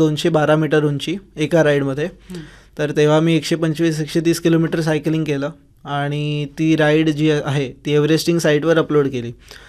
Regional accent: Ganpatipule, Maharashtra, India; मी गणपतीपुळ्याचा आहे

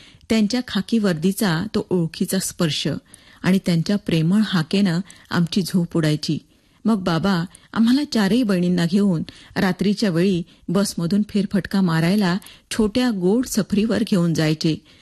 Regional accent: Mozari, Maharashtra, India; तेच मोझरी गाव आठवतं आणि माझ्या आतली ती अनवाणी मुलगी आजही तिथंच धावते. अमरावतीच्या लाल मातीत माझं माहेर आजही जिवंत आहे.

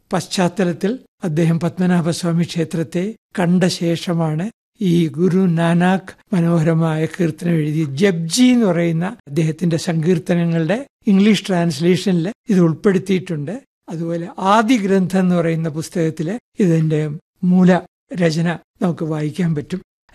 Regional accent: Kayamkulam, Kerala, India; now in Thiruvananthapuram, India; ഞാൻ തിരുവനന്തപുരത്താണ് ജീവിക്കുന്നത്. ഞാൻ പക്ഷെ ജനിച്ചത് കായംകുളത്താണ്.

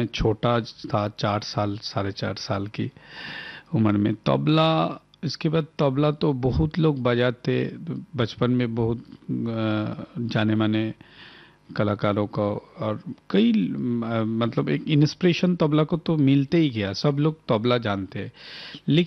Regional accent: Kolkata, West Bengal, India; born there; now in Chhattisgarh, India; मेरा जन्म कोलकाता में हुआ। कोलकाता एक सांगीतिक परिवार।

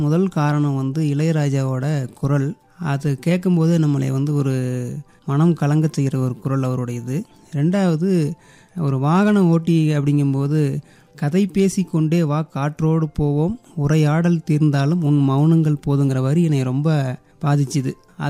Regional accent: Salem district, Tamil Nadu, India; சேலம் மாவட்டம் வாழப்பாடி வட்டம் நடுப்பட்டிங்கிற கிராமம் என்னுடைய சொந்த ஊர். இப்போ வந்து ஒரு கால் டாக்ஸி நிறுவனம் வச்சு நடத்திருக்கிறேங்க ஐயா சேலத்தில்.

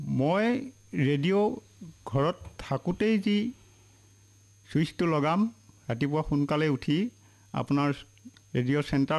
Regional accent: Pagahali, Assam, India; মই মৰিগাঁও জিলাৰ মিকিভেটা ৰাজহচক্ৰ অন্তৰ্গত পাগহালি গাঁৱৰ পৰা আহিছোঁ।

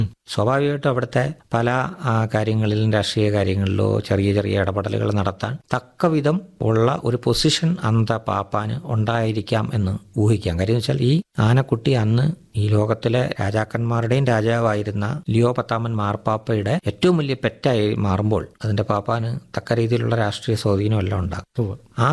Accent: Kerala, India

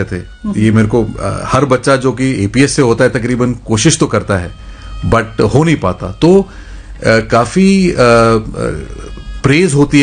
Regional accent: Jatu Lohari, Haryana, India; और मैं वैसे हरियाणा का रहने वाला हूँ, हमारा मेरा गांव है जाटू लोहारी भिवानी में।

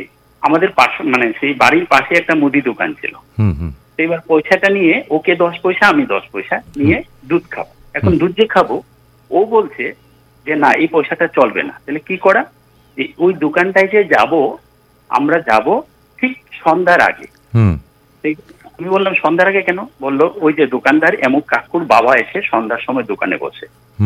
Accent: Shibnagar, India; born there; আমি তখন শিবনগর আমরা ভাড়া থাকতাম, আমি ছোট ছিলাম। আমার দাদু পূর্ববঙ্গ থেকে এসেছিল

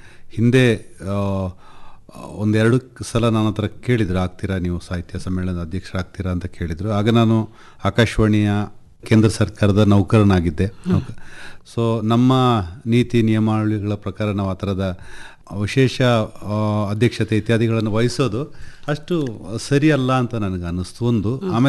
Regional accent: Suntikoppa, Karnataka, India; ಆದರೆ ಈ ಸಲ ನಮ್ಮ ಊರು ಸುಂಟಿಕೊಪ್ಪದಲ್ಲಿ ಆಗುತ್ತೆ ಅಂತಾದಾಗ, ಒಂದು ನಾನು ನಿವೃತ್ತಿ ಆಗಿದ್ದೀನಿ, ಇನ್ನೊಂದು ನಮ್ಮೂರಲ್ಲಿ ಆಗ್ತಾ ಇರೋದ್ರಿಂದ

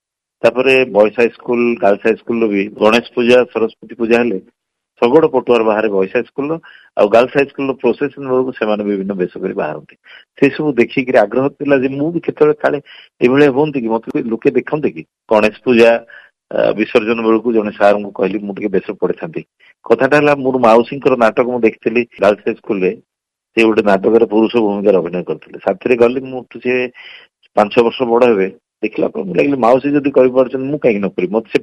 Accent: Kutapada, Odisha, India; born there; କୁଟପାଡ ମୋର ଜନ୍ମସ୍ଥାନ, ସେଠି ପୌଷ ପୂର୍ଣ୍ଣିମା ହୁଏ

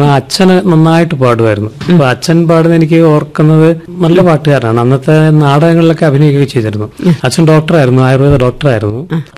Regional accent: Kannur, Kerala, India; now in Thalassery, India; കണ്ണൂര് മുണ്ടയാടായിരുന്നു ഞാൻ ജനിച്ചതൊക്കെ.

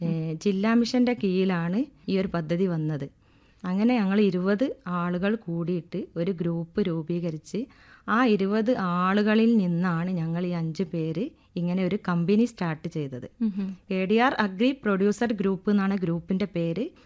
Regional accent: Cheruvadi, Kerala, India; ഞാൻ ചെറുവാടിയിൽ നിന്ന് വരുന്നു.

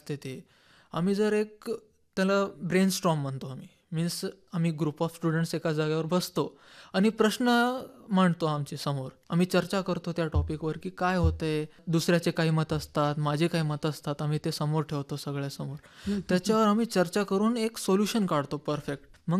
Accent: Nanded, Maharashtra, India; मी नांदेडचाच आहे.

